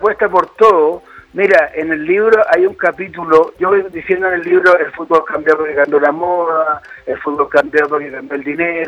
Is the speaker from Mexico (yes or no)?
no; Chile; moved away as an adult; also born or lived in Argentina; yo vivía en Argentina, escribía sobre la selección argentina en Clarín, pero todos sabían que era chileno